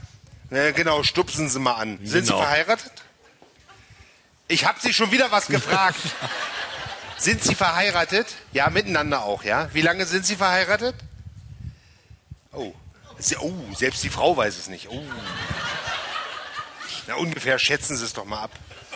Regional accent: Magdeburg, Saxony-Anhalt, Germany; Fallen mir als Magdeburger ein paar Brücken ein, ne?

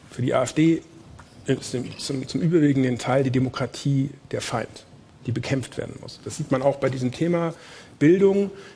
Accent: Hamburg, Germany; der dann in meiner Heimatstadt Hamburg eine Rede halten darf

